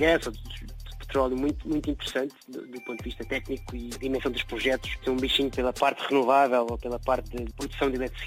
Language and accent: Portuguese; Lisbon, Portugal; moved away as an adult; also born or lived in Sweden; now in Switzerland; fui nascido e criado em Portugal, na zona de Lisboa.